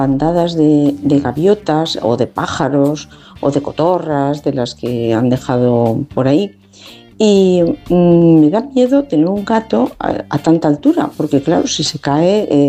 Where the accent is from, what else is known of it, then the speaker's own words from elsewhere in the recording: Valencia, Valencian Community, Spain; soy de Valencia.